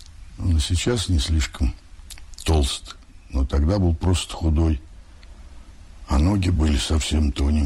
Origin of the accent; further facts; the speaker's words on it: Saratov, Saratov Oblast, Russia; moved away; Я был провинциалом из Саратова